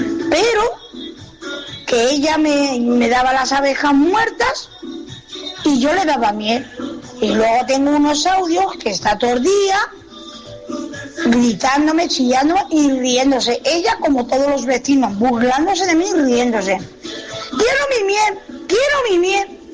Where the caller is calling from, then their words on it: Santa Lucía de Tirajana, Canary Islands, Spain; la de Casa Pastores.